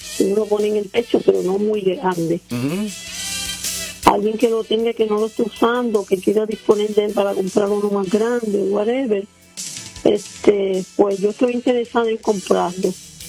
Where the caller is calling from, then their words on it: Puerto Rico; yo vivo en San Antonio.